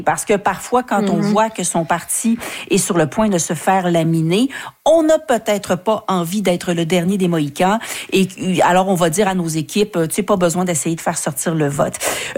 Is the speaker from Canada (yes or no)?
yes; Quebec, Canada; Moi, je viens de l'Outaouais.